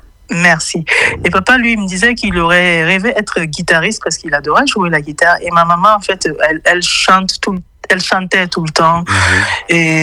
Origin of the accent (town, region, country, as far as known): Burkina Faso; now in Berlin, Germany